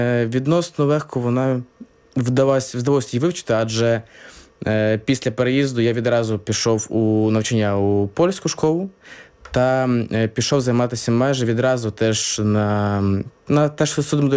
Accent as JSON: {"language": "Ukrainian", "region": "Kyiv", "country": "Ukraine", "moved": "yes", "lives_now": "Warsaw, Poland", "said": "Я сам з Києва, вже десь, ну, з початку повномасштабної війни я переїхав до Польщі."}